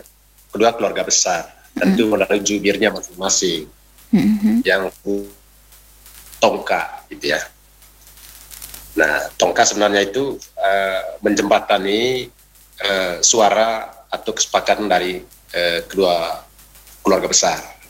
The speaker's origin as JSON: {"language": "Indonesian", "area": "Manggarai", "region": "East Nusa Tenggara", "country": "Indonesia", "said": "kita orang Manggarai ini?"}